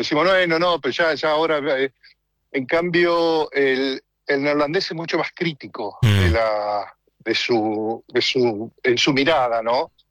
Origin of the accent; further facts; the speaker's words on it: Argentina; moved away as an adult; now in Netherlands; la nostalgia de estar en mi país